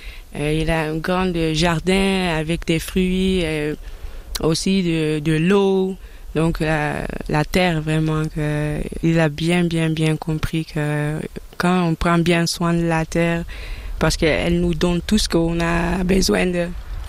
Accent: Amsterdam, North Holland, Netherlands; French is a second language; J'ai grandi à Amsterdam, en Hollande.

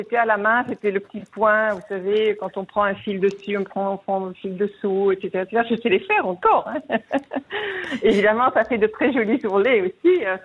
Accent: France; now in Switzerland; je suis française d'origine

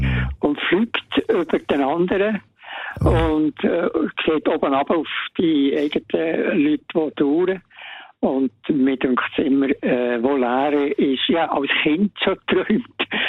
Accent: Bern, Switzerland; Ich bin Berner

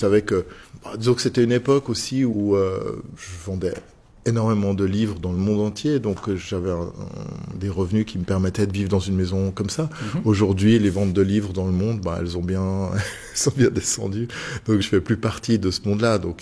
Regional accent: Fribourg, Switzerland; En tout cas en Suisse romande, mais nous on vient de Fribourg.

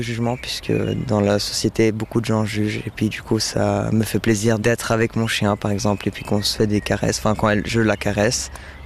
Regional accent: Switzerland; born there; Je suis un segundo, mes deux parents viennent de Serbie et je suis né en Suisse

